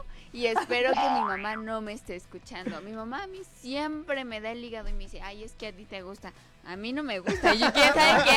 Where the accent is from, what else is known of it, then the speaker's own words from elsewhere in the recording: Puebla, Mexico; soy poblana